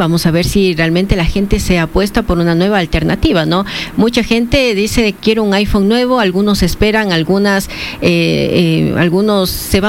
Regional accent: Cuenca, Azuay, Ecuador; somos los cuencanos quienes pagamos ese monto.

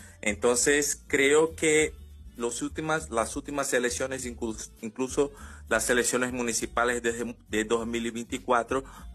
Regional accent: Brazil

